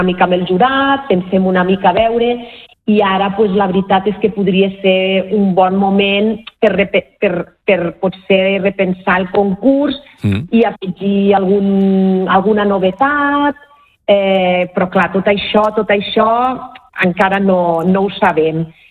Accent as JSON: {"language": "Catalan", "town": "Tremp", "region": "Catalonia", "country": "Spain", "tie": "born there", "also_born_or_lived": "La Pobla de Segur", "said": "Sí. Jo sóc nascuda al Pallars, a Tremp."}